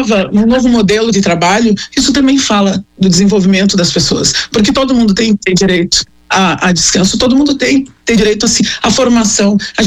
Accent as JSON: {"language": "Portuguese", "town": "Porto Alegre", "region": "Rio Grande do Sul", "country": "Brazil", "tie": "born or raised there", "said": "eu me criei eu cresci numa ocupação aqui em Porto Alegre, numa comunidade."}